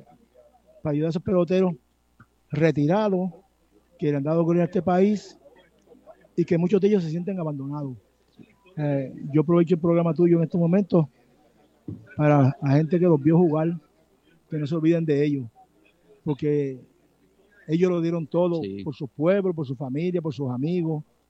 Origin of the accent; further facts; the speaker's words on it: Puerto Rico; nosotros como puertorriqueños